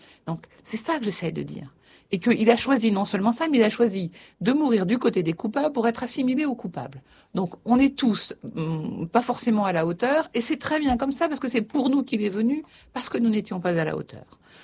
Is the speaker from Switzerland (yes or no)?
no; France; je trouve que je suis française au 21e siècle, dominicaine certes